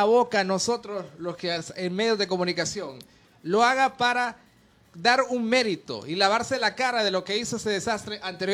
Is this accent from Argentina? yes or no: no; Honduras; Yo como hondureño